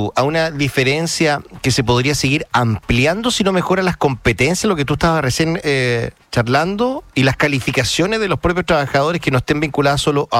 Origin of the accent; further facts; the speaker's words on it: San Rosendo, Biobío, Chile; now in Santiago, Chile; yo vengo de San Rosendo a vivir en la capital.